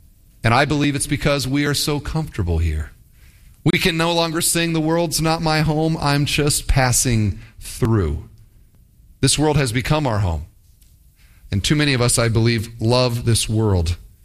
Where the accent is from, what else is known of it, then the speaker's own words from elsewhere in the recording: Iowa, United States; When I say I'm from Iowa, I will often hear, oh, did you grow up on a farm? That's what they automatically will say. And the answer is no.